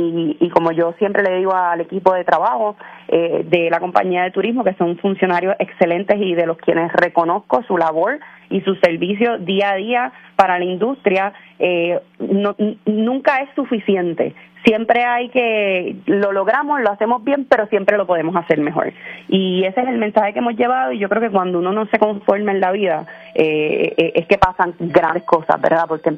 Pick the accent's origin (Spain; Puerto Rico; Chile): Puerto Rico